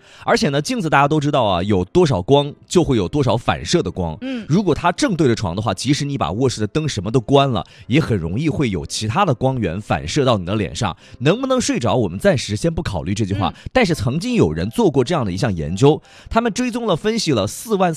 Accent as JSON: {"language": "Chinese", "region": "Hubei", "country": "China", "said": "我湖北人"}